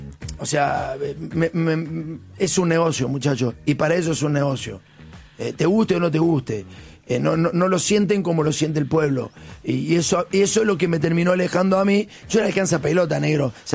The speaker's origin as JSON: {"language": "Spanish", "country": "Argentina", "said": "Pero nosotros somos argentinos. Nosotros somos argentinos."}